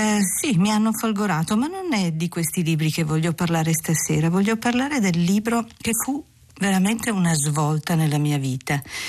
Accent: Turin, Piedmont, Italy; Sono nata a Torino, non mi sono mai mossa dalla mia città.

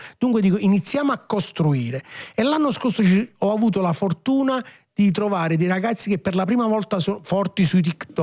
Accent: San Giorgio a Cremano, Campania, Italy; born there

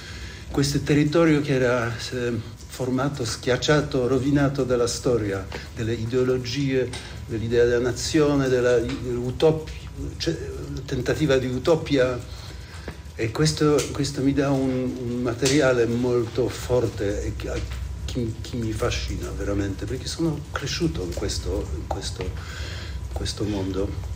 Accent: Poland; Italian is a second language; moved away; also born or lived in Italy / England; sono abbastanza vecchio, sono della generazione, sono cresciuto in Polonia, nato e cresciuto, allora mi ha formato questo passato

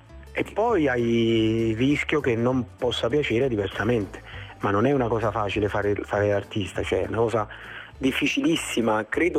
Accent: Campania, Italy; born there; io sicuramente sono nato in un posto meraviglioso, che insomma è la campagna, no?

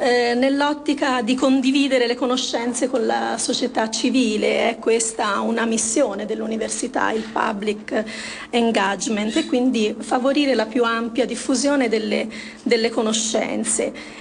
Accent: Tuscany, Italy; accent: Tuscan; avrete sentito dall'accento che sono toscana

